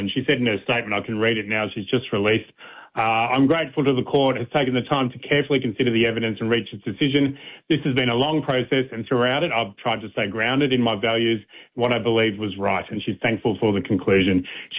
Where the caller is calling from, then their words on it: Melbourne, Victoria, Australia; So, of course, I'm calling from Melbourne, and there's been a lot of chatter about Melbourne missing out